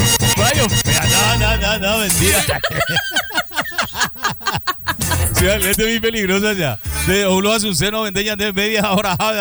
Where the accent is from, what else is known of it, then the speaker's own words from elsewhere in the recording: Villa Elisa, Central, Paraguay; Yo recuerdo hace 30 años que vine a Asunción de Villa Elisa, cerca de Petropar.